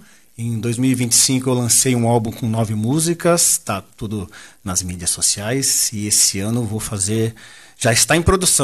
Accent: Catalão, Goiás, Brazil; born there; now in São Paulo, Brazil; eu sou goiano

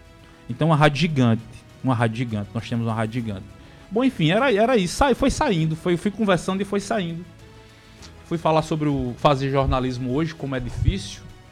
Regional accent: Santa Rita, Paraíba, Brazil; somos aqui de Santa Rita

